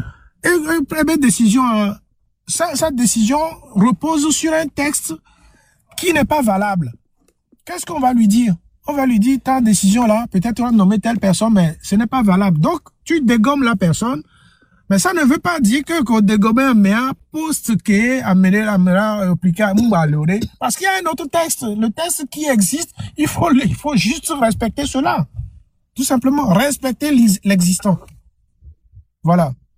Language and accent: French; Togo; Je fais ce qui est de mon devoir en tant que Togolais d'apporter ma pierre à l'édifice.